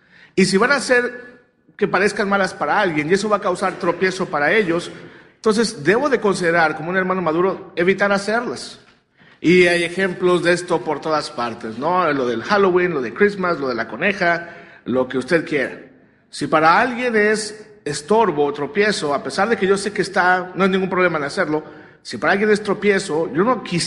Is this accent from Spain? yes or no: no; Mexico; moved away; Si usted creció como yo crecí en México, sin arbolito de Navidad